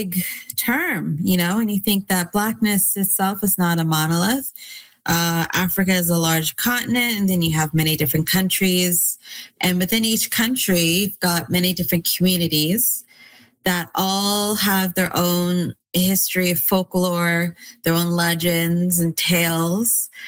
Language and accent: English; Canada; I'm Nigerian Canadian